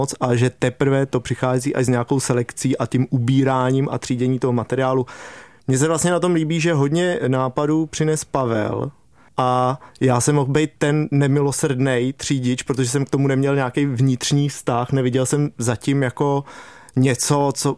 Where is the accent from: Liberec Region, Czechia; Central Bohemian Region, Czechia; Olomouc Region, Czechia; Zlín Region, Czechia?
Central Bohemian Region, Czechia; Lysá nad Labem; My využíváme vlastně toho, že jsme oba z Lysí nad Labem, což je malý město